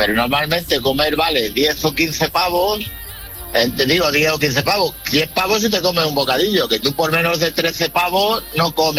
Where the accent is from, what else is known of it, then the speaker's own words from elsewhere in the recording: Puertollano, Castilla-La Mancha, Spain; A ver, yo en mi pueblo, en Puerto Llano, como sabrás, hay una refinería.